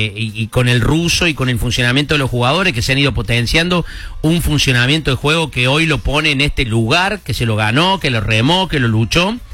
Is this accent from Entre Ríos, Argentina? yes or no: no; Córdoba, Argentina; No, somos de Córdoba.